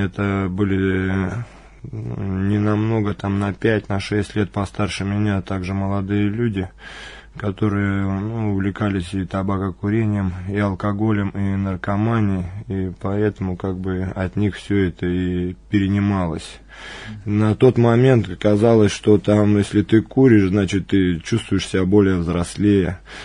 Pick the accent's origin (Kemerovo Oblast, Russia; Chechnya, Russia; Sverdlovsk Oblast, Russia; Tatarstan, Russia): Kemerovo Oblast, Russia; Guryevsk; moved away as an adult; now in Moscow, Russia; 26 лет мне. Родился я в городе Гурьев, Кемеровская область, Кузбасс. И там жил до 25 лет. Сейчас уже год нахожусь в Москве, в христианском центре, вот Ковчег.